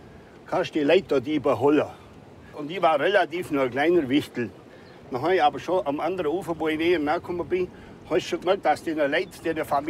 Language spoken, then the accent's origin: German; Bavaria, Germany; fast mehr als Schwab. Aber die meisten sagen, du bist ein bayerischer Schwab